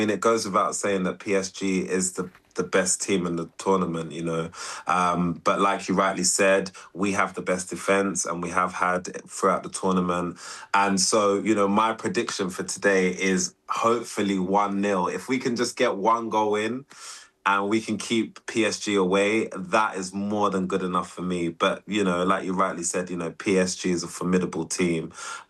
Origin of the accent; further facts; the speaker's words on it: London, United Kingdom; especially as a London club, being a Londoner, being born and raised here, you can definitely feel that the spirits are high.